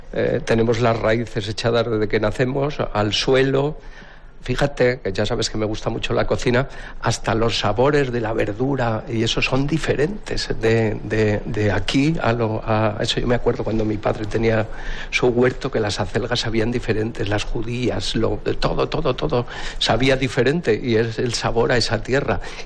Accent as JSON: {"language": "Spanish", "town": "Tardienta", "region": "Aragon", "country": "Spain", "tie": "born or raised there", "moved": "yes", "lives_now": "Huesca, Spain", "said": "es mi pueblo, es mi vida, es mi todo, Tardienta. Yo sin Tardienta no sabría vivir. Mi mujer me dice, ¿cuánto te das para Tardienta? Digo, pues es que es lo mío, es... Nací aquí, vivo"}